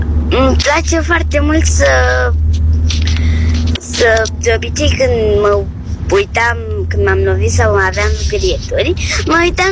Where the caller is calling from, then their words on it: Bucharest, Romania; din București. Am 7 ani